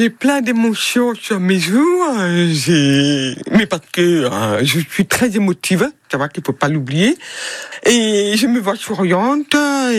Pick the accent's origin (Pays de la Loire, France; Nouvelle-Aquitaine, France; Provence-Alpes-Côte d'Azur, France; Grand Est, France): Grand Est, France; comme je suis alsacienne